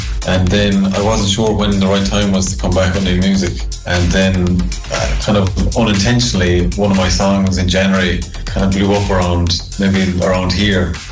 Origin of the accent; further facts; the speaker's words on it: Dingle, County Kerry, Ireland; I'm from Dingle, small town in southwest of Ireland.